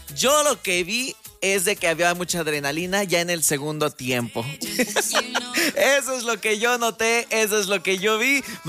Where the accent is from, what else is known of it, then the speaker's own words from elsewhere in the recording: Mexico; Pero aquí la cosa es que somos mexicanos y hay que apoyar a nuestro país.